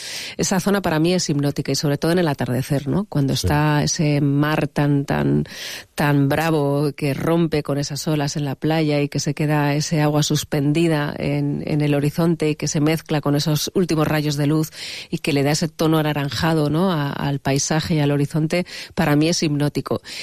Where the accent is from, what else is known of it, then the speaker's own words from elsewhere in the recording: Navarre, Spain; uno a mi tierra, a Pamplona, a Navarra, a Falces